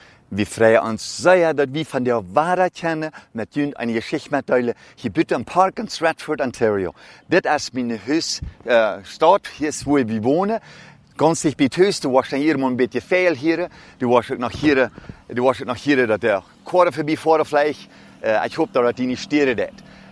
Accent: Germany; accent: Low German; Ich rede gute Plattdeutsch.

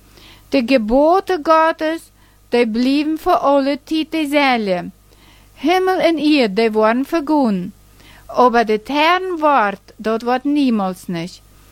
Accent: Bern, Switzerland; in meine Heimat, in Emmental, in der Schweiz

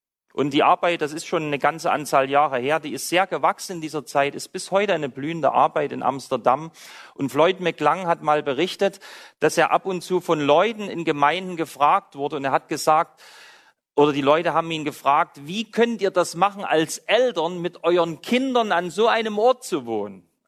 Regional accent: Saxony, Germany; hatte euch erzählt, dass ich aus Sachsen komme. Dort bin ich aufgewachsen.

